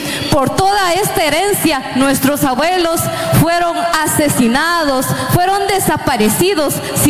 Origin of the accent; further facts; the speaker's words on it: Santo Domingo Xenacoj, Sacatepéquez, Guatemala; Spanish is a second language; me enorgullezco de donde vengo, me enorgullezco de ser una mujer xenacoreña que sabe tejer, que sabe hablar su idioma materno